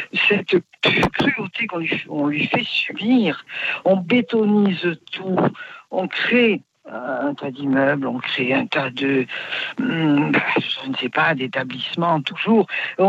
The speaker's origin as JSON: {"language": "French", "town": "Poitiers", "region": "Nouvelle-Aquitaine", "country": "France", "tie": "born or raised there", "lives_now": "Marseille, France", "said": "Je suis native de Poitiers."}